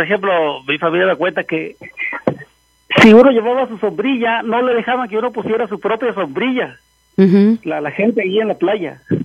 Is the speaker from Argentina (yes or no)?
no; Acapulco, Guerrero, Mexico; moved away; yo soy originario de Acapulco